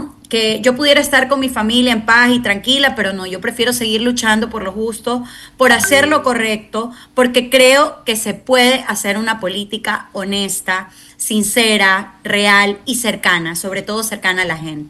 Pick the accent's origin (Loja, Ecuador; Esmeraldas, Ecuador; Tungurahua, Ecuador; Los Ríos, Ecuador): Los Ríos, Ecuador; Vinces